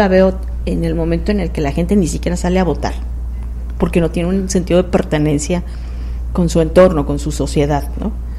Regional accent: Mexico City, Mexico; born there; also born or lived in Tabasco; now in Tijuana, Mexico; Bueno, yo he vivido en ciudades, por ejemplo, como la Ciudad de México. Bueno, nací en la Ciudad de México. Toda mi familia es de la Ciudad de México.

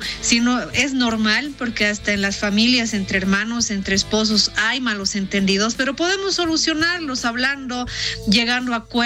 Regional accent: La Paz, Bolivia; todos somos paceños, todos somos bolivianos

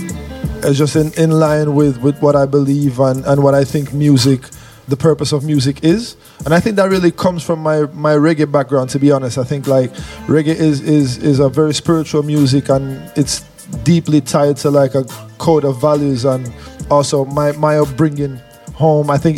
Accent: Lisbon, Portugal; I grew up in Lisbon. My mother is British, and she grew up in the UK

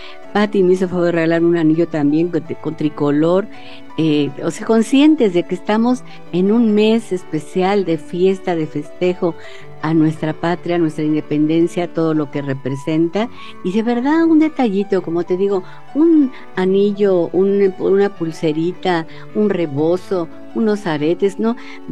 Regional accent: Mexico; somos mexicanos todos, y todos como mexicanos, en donde quiera que te encuentres

